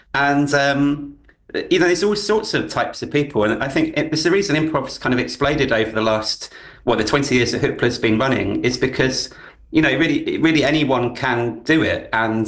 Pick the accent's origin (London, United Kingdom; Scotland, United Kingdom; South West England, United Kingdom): London, United Kingdom; I grew up in London.